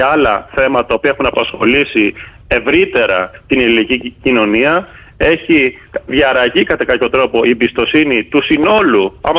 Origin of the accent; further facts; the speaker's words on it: Greece; now in Zakynthos, Greece; σαν Έλληνας πολίτης